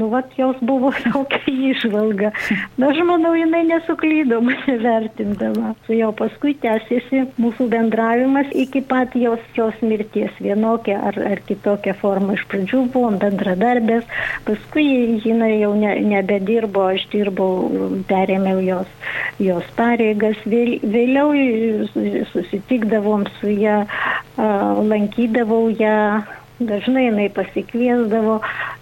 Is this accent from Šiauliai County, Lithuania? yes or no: no; Salakas, Utena County, Lithuania; moved away; nu iš kur kilusi, nu sakau, iš rytų. Aukštaitijos